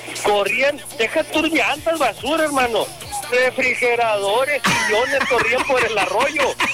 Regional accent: Nogales, Sonora, Mexico; yo nací, crecí y vivo aquí en Nogales.

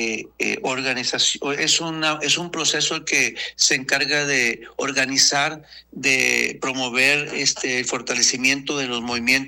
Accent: Naco, Sonora, Mexico; born there; also born or lived in Agua Prieta, Sonora; now in Nogales, Mexico; Aquí en Nogales yo me formé profesionalmente, aquí estudié en el Tecnológico. En Naco nací, en Agua Prieta hice mi prepa, en Cananea fui deportista, en Imuris fui una persona que trabajaba ahí

